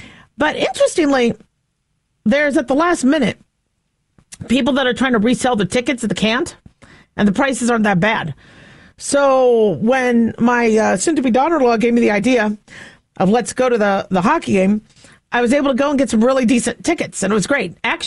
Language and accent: English; United States; as an American